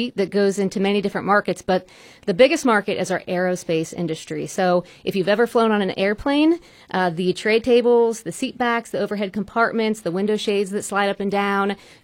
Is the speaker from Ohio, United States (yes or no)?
yes; Newcomerstown, Ohio, United States; So I'm from Newcomers Town. I grew up there, and that facility is there as well.